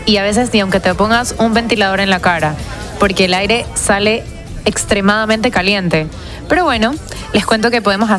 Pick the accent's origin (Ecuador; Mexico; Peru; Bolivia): Ecuador; una de las ciudades más calurosas de mi país, Ecuador. Y bueno, hay que tener en cuenta que el calor en mi país es húmedo